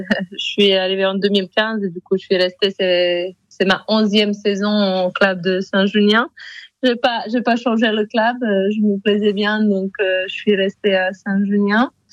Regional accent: Podgorica, Montenegro; moved away as an adult; now in France; Je viens de Monténégro. Je suis née à Podgorica, c'est la capitale du Monténégro. J'ai grandi là-bas et à 20 ans, quand j'avais 20 ans, je suis venue en France.

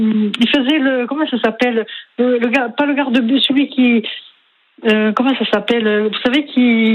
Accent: Occitanie, France; accent: accent chantant; accent du Gers; moi, je suis native normalement du Gers.

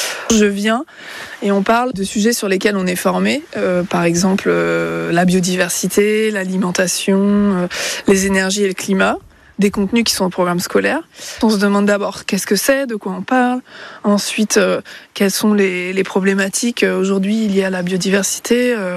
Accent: Normandy, France; moved away as an adult; also born or lived in Lille / Paris; now in Champrépu, France; Alors moi je suis originaire de l'Orne, j'ai grandi en Normandie et puis je suis partie pour mes études à Lille. Et puis après, j'ai bossé en région parisienne, alors à Paris, puis autour

